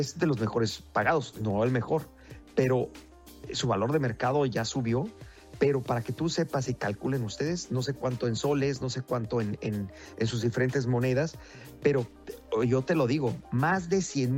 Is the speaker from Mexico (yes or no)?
yes; Mexico; moved away